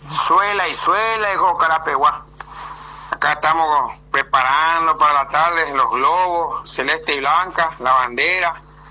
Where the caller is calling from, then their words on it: Oberá, Misiones, Argentina; Acá estamos hablando de Oberá